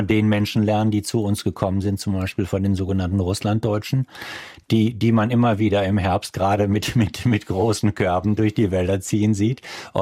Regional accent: North Rhine-Westphalia, Germany; ich komme aus dem Dorf im Sauerland

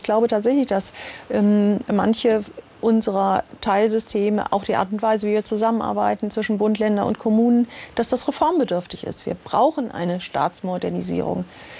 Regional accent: Rhineland-Palatinate, Germany; German is a second language; also born or lived in Amsterdam; unser neues Zuhause, das in einer Kleinstadt in nördlichen Rheinland-Pfalz war

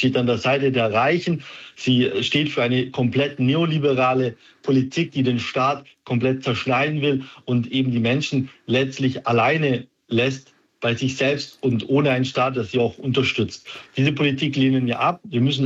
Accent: Waiblingen, Baden-Württemberg, Germany; oder in meiner Heimatstadt Waiblingen, wo Bosch Beschäftigte ebenfalls das Werk geschlossen wird

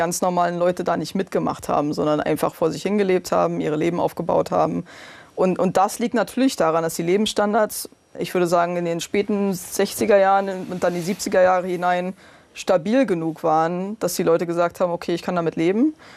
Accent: Brandenburg, Germany; moved away; als ich aufgewachsen bin in Brandenburg

